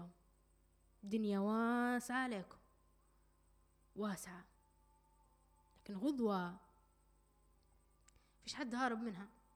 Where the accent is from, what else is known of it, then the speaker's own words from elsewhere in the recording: Libya; احنا كليبيين هيك تربينا، هيك تربينا.